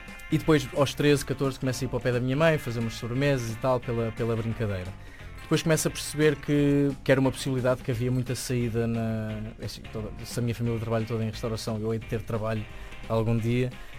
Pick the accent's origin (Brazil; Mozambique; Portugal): Portugal; Lisbon; born there; Os meus pais são minhotos, eu já nasci em Lisboa. Venho de uma família que veio muito cedo para Lisboa para trabalhar na restauração.